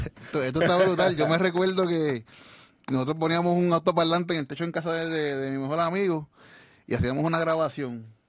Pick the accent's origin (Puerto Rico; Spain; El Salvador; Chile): Puerto Rico; San Juan; born there; yo nací en San Juan, ¿verdad? Mi crianza fue espectacular. Tuve mis cuatro abuelos